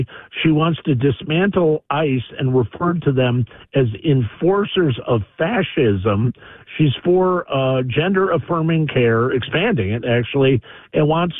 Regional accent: Madison, Wisconsin, United States; I'm a Republican from Madison, Wisconsin. So I guess they were all full in Berkeley, and we moved up here.

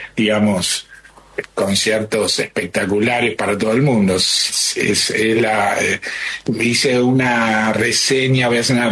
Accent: Caseros, Buenos Aires Province, Argentina; Yo nací en Caseros, soy del conurbano, así que, pero este Tapiales es un poco más adentro, un conurbano más profundo que el lugar donde yo vivía.

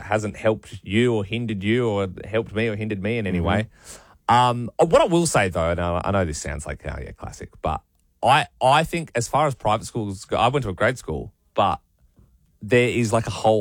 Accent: Golden Grove, South Australia, Australia; I said, "Oh, I grew up in Golden Grove." And he went, "Oh, fancy."

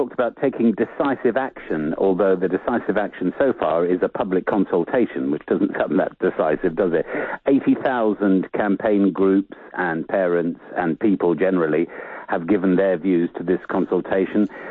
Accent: London, United Kingdom; I'm speaking as a Londoner now, you can probably tell

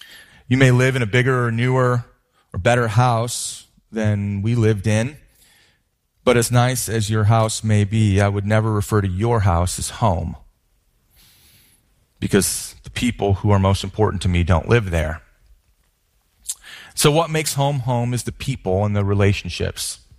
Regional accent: Lake Elmo, Minnesota, United States; born or raised there

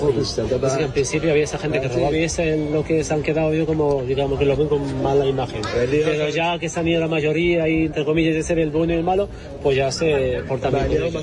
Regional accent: Morocco; now in Ceuta, Spain; Trabajaba los tres meses de verano y no era suficiente aquí en Ceuta, sabe que es complicado, que siendo un marroquí adulto

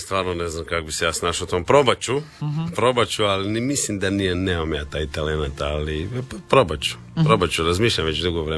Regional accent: Pag, Zadar County, Croatia; Rodom sam ja sa Paga

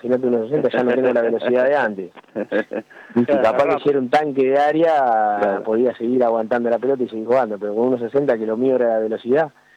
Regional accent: Trelew, Chubut, Argentina; Ya de ahí me volví a mi pueblo, en realidad yo soy de Trelew

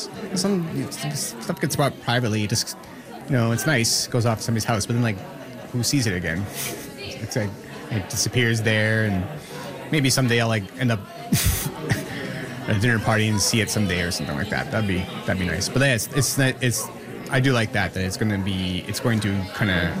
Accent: Nova Scotia, Canada; I'm from Nova Scotia, I've lived here most of my life.

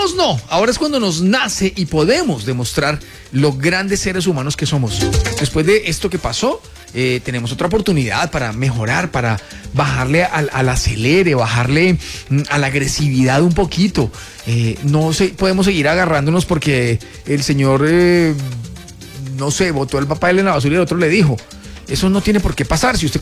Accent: Tolima, Colombia; now in Quindío, Colombia; Yo no soy del Quindío, yo soy del Tolima, pero cómo amo la tierra del Quindío y cómo me encanta la gente quindiana

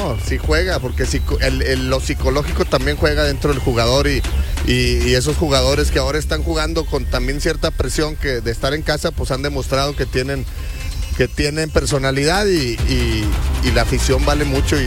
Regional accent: Mexico

